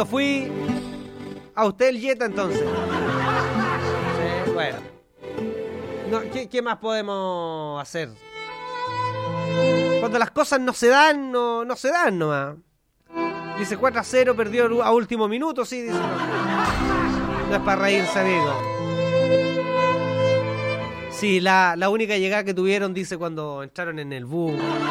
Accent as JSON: {"language": "Spanish", "town": "Curicó", "region": "Maule", "country": "Chile", "said": "Yo soy de Curicó, perdimos el equipo de mi ciudad."}